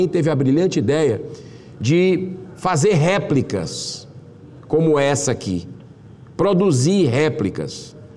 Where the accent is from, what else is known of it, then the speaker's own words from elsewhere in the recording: Juazeiro do Norte, Ceará, Brazil; Lá da minha terra, de Juazeiro do Norte, terra de Padim Cícero, nosso padim, nosso querido Padre Cícero